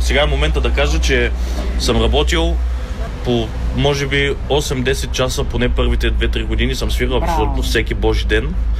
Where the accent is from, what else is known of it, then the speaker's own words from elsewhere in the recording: Kribul, Blagoevgrad Province, Bulgaria; Родом съм от Гоце Делчевския край, едно село, Крибул.